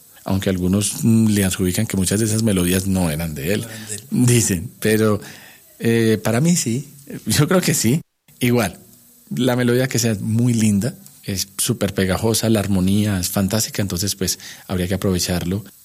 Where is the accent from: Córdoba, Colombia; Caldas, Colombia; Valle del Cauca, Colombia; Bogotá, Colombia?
Caldas, Colombia; Salamina; born there; el departamento donde yo nací, el departamento de Caldas. Yo nací en el municipio de Salamina.